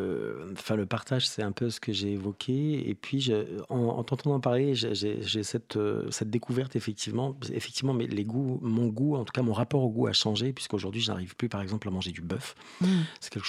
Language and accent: French; Réunion; moved away as an adult; now in France; Quand j'ai quitté La Réunion, je suis venu travailler en Île-de-France.